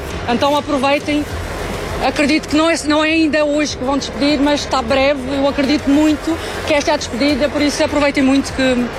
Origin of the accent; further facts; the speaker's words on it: Portugal; now in Brazil; como adepta, como portuguesa, eu tenho um orgulho incrível de estar a viver este momento